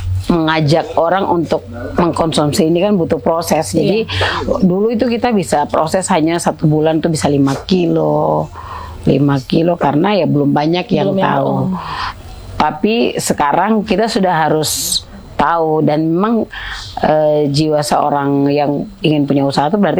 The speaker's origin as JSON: {"language": "Indonesian", "region": "Papua", "country": "Indonesia", "said": "Karena memang dari dulu kita orang Papua ada sebagian suku yang memang punya garamnya tuh itu"}